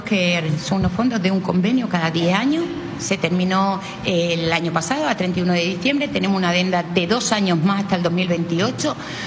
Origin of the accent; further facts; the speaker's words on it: Melilla, Spain; born there; Yo nací en Melilla, entonces conozco muy bien lo que es Ceuta.